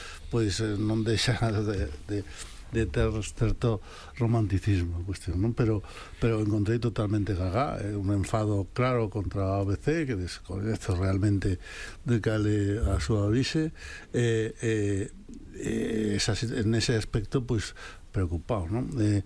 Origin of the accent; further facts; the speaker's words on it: Madrid, Community of Madrid, Spain; Eu son madrileño, son do Real Madrid, pero ao mesmo tempo que son moi pouco futboleiro.